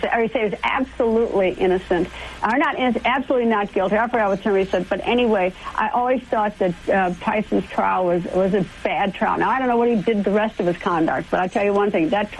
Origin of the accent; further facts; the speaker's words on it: Wisconsin, United States; I get that. I'm from Wisconsin.